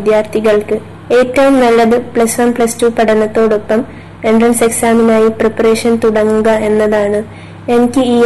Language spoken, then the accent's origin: Malayalam; Kavaratti, Lakshadweep, India; also born or lived in Minicoy; നാട് മിനിക്കോഴി ദ്വീപാണ്. ഞാൻ ജനിച്ചതും വളർന്നതും കവരത്തി ദ്വീപിലാണ്.